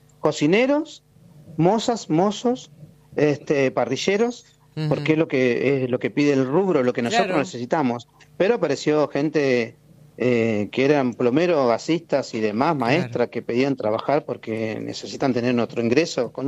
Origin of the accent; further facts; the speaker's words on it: Buenos Aires Province, Argentina; Y más en el conurbano, nuestro conurbano.